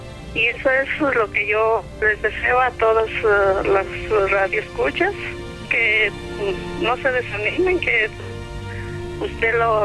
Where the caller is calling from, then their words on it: García de la Cadena, Zacatecas, Mexico; De García de la Cadena.